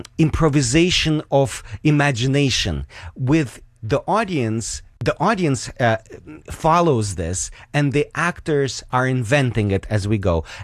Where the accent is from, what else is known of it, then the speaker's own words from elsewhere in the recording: Ukraine; English is a second language; I'm from Ukraine originally